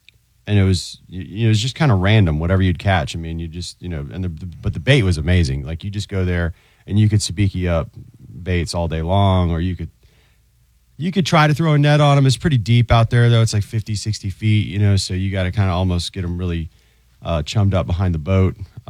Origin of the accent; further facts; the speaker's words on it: Jacksonville, Florida, United States; I mean, well, I grew up in Jacksonville